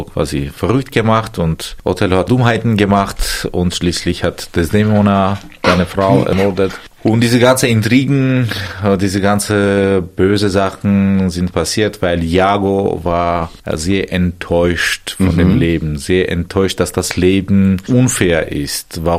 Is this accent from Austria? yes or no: no; Armenia; German is a second language; moved away as an adult; now in Dresden, Germany; ein Mensch, der hier hin und her läuft, was macht. Ich bin auch Armenier, ich bin Vertreter meines Landes.